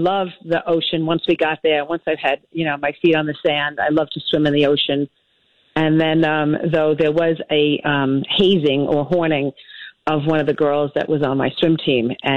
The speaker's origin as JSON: {"language": "English", "town": "Brooklyn", "region": "New York", "country": "United States", "tie": "born or raised there", "said": "I grew up in Brooklyn, and, you know, I didn't take any nonsense from anyone."}